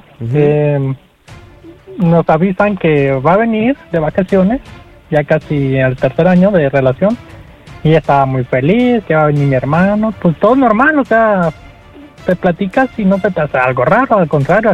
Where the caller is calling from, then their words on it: Guadalajara, Jalisco, Mexico; En Guanatos.